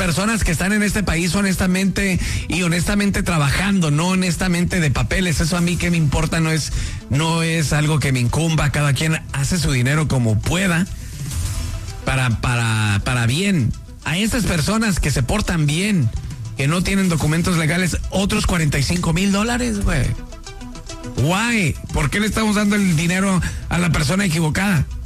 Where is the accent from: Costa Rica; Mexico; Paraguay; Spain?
Mexico; Pura Mexican. Yo me... Hermano, no sé qué quiere decir Mexican. Soy mexicana.